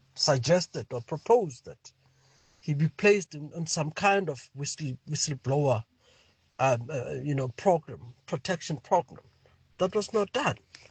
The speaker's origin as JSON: {"language": "English", "town": "Grootgevonden", "region": "North West", "country": "South Africa", "said": "I am from Grootgevonden, about 50 kilometers away from Mafikeng. Mahikeng is our hometown."}